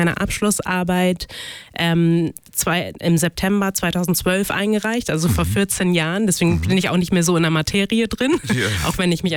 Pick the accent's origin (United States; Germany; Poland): Germany; in Deutschland sind wir sehr viel damit konfrontiert, als schwarze Deutsche oder Afrodeutsche nicht als Deutsche angesehen zu werden.